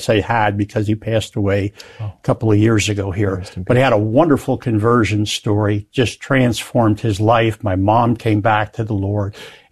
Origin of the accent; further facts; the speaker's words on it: Pennsylvania, United States; also born or lived in New Jersey; So I grew up in Pennsylvania and New Jersey.